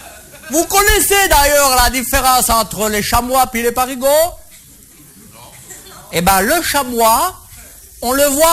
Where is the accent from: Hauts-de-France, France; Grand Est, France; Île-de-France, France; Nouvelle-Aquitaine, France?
Grand Est, France; Et finit chez nous en Alsace.